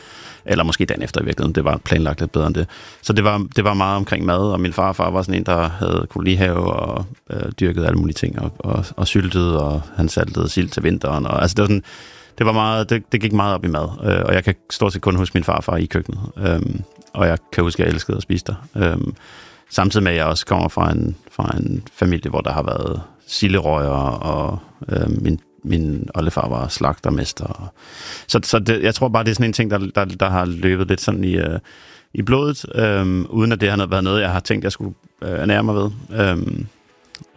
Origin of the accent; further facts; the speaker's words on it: Rønne, Capital Region of Denmark, Denmark; born there; Det er i Rønne